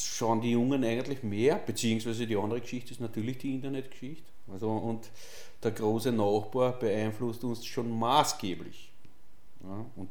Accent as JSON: {"language": "German", "country": "Austria", "said": "Was man jetzt da bei uns in Österreich doch hauptsächlich empfängt, sind irgendwelche deutschen Fernsehsender."}